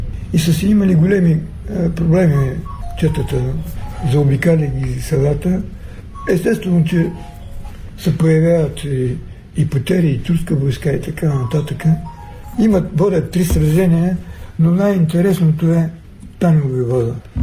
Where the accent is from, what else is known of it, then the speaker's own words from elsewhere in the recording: Razgrad, Razgrad Province, Bulgaria; аз съм роден в Разград и имам 7-8 години живеем, това е родния ми град.